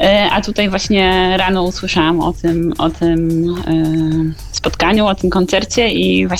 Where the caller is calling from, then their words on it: Józefów, Masovian Voivodeship, Poland; Z Józefowa.